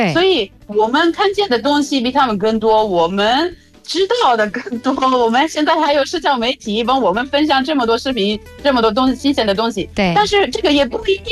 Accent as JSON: {"language": "Chinese", "country": "Italy", "said": "来自意大利。"}